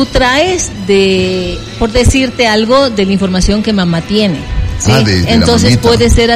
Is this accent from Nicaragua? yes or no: no; Ecuador; Yo soy la típica ecuatoriana.